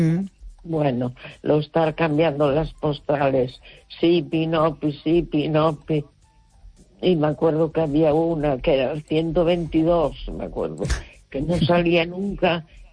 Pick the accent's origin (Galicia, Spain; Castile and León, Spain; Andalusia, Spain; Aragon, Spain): Galicia, Spain; A Coruña